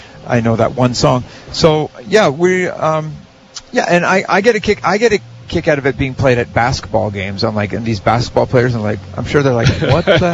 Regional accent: Canada; we're a Canadian

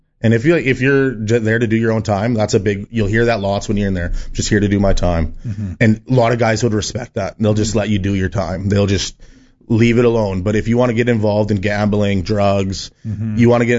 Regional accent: Saskatoon, Saskatchewan, Canada; I'm from Saskatoon, so there's gangs from Saskatoon, Regina, two different gangs. Being from Saskatoon, you want to stick to the people from Saskatoon.

